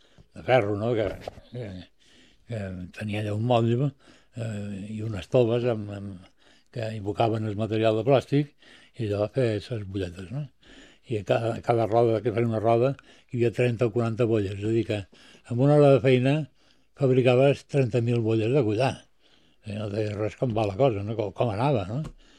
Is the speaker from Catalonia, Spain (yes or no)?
no; Balearic Islands, Spain; also born or lived in Madrid; vaig arribar a Menorca que tenia 10 anys. Ja en tens 73, ja em diràs tu, si no som menorquí, no sé què som.